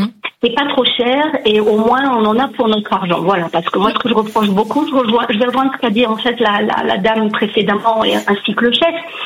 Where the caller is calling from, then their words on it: Provence-Alpes-Côte d'Azur, France; Je vous appelle des Alpes-Maritimes, pas loin de Grasse.